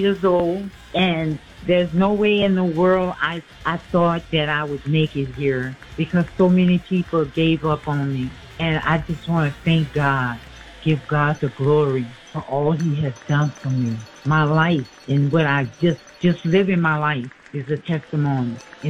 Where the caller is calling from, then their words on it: New Orleans, Louisiana, United States; I'm calling from New Orleans East, Louisiana.